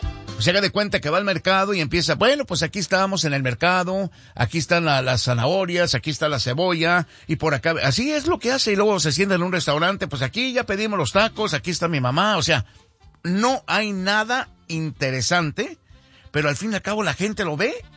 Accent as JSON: {"language": "Spanish", "country": "Mexico"}